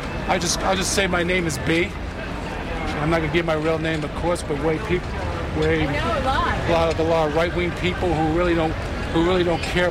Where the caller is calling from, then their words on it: United States; As an American